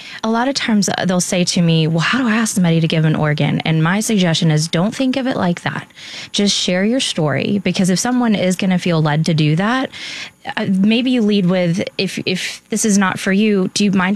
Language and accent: English; Chattanooga, Tennessee, United States; I grew up in Chattanooga, Tennessee.